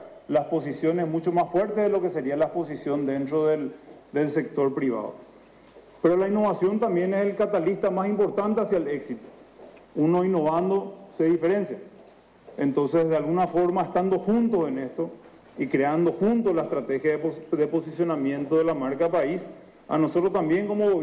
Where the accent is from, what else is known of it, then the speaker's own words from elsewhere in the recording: Paraguay; Tenemos que nosotros mismos como paraguayos